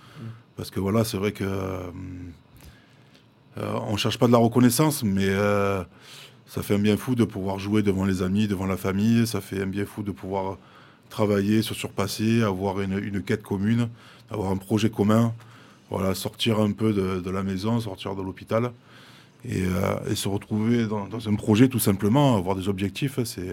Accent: Le Revest-les-Eaux, Provence-Alpes-Côte d'Azur, France; du village où j'ai grandi, au Reveste-les-Eaux

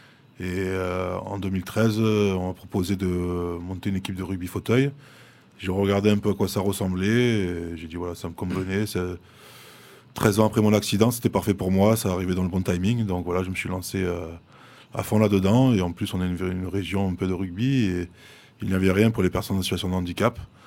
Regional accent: Le Revest-les-Eaux, Provence-Alpes-Côte d'Azur, France; du village où j'ai grandi, au Reveste-les-Eaux

